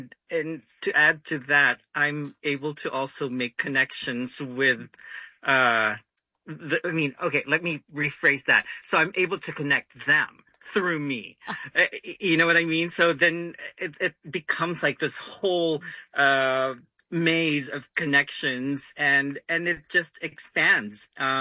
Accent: Philippines; moved away

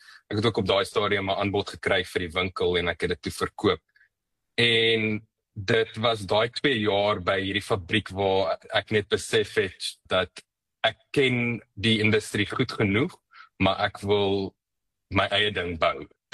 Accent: Johannesburg, Gauteng, South Africa; Ek het in Johannesburg groot geword, in 'n huis waar werk en dissipline en verantwoordelikheid belangrik was.

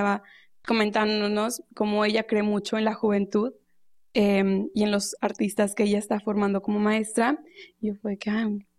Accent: Mexico; yo como mexicana, ¿qué aporto con mi, claro, con mi lenguaje, con mi conocimiento, con sí, mis símbolos, con mis rituales, etcétera?

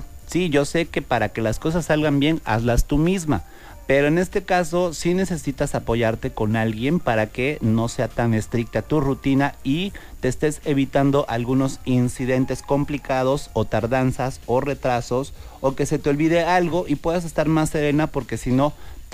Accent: Mexico

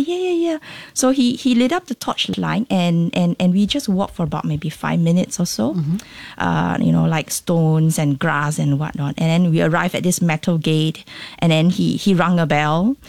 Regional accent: Singapore; being Singaporean

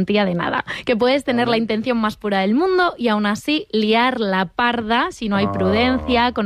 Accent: Madrid, Community of Madrid, Spain; siendo madrileña

